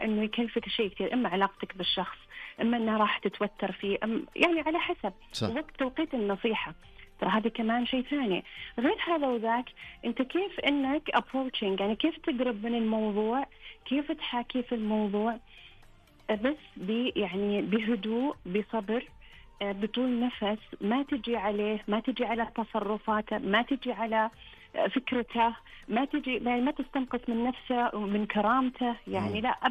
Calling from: Riyadh, Riyadh Province, Saudi Arabia; من الرياض

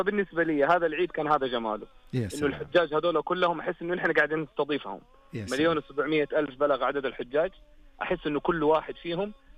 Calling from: Mecca, Makkah Province, Saudi Arabia; مكة المكرمة.

